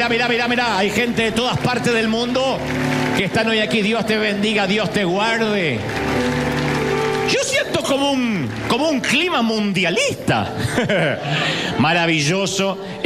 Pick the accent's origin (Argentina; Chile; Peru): Argentina; moved away; A veces yo publico algo obviamente por mi país natal y se enojan, dice, pero ustedes los argentinos agrandados